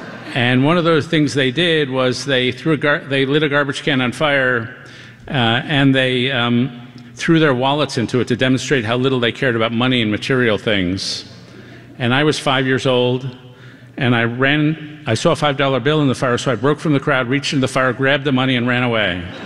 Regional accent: New York City, New York, United States; I grew up in New York City, which is not an obvious tie. But I grew up in a, if you ever saw that movie Fiddler on the Roof, you know how warm and huggy Jewish families can be

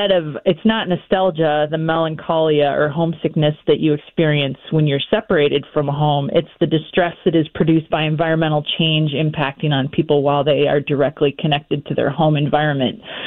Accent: Duluth, Minnesota, United States; I grew up in Duluth, and we have a family cabin on Lake Vermilion, which is just south and west of the Boundary Waters.

